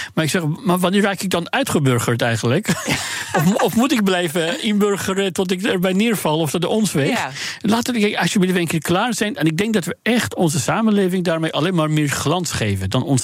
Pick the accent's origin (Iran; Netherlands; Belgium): Iran; moved away; En ik ben nadien nooit meer teruggegaan naar mijn vaderland. En ook niet terug kunnen gaan. Uit angst, want ik sta nog altijd op een of andere lijsten die dat afschuwelijk regime hanteert. Om ook zelfs Iraanse dissidenten in diaspora dus te vervolgen